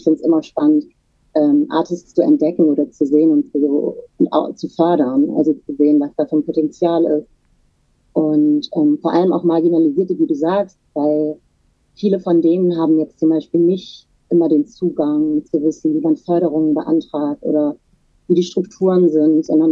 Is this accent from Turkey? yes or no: yes; Turkey; ich bin ja selber Türkin und queer